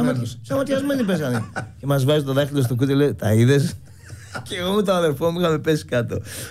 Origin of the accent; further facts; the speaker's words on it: Piraeus, Attica, Greece; born there; Γεννήθηκα Ολυμπιακός, επειδή γεννήθηκα εκεί στον Πειραιά